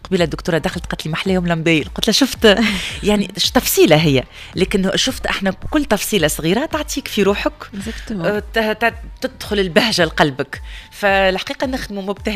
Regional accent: Tunisia; احنا مواطن تونسي عادي

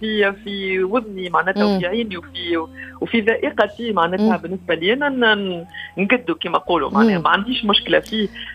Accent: Tunisia; moved away; also born or lived in France; أنا كنت موجودة معناها سنوات في خارج تونس بفرنسا تحديدا وبعض البلدان الأخرى كذلك

